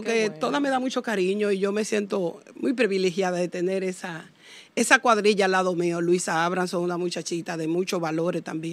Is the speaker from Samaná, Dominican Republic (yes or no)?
yes; Sánchez, Samaná, Dominican Republic; Como siempre le digo, vengo de pueblo, de provincia, nací en Sánchez, una gran bendición, allá Cibao, adentro.